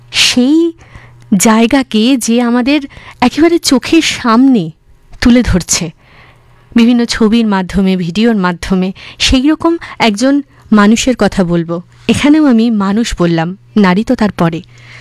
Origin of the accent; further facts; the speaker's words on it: India; আমাদের ভারতেও